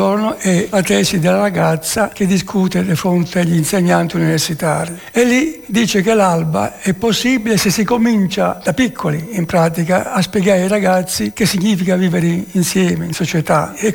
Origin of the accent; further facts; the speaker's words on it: Accadia, Apulia, Italy; now in Sorisole, Italy; Sorisole, provincia di Bergamo, ma sono originario di Accadia, che è in provincia di Foggia.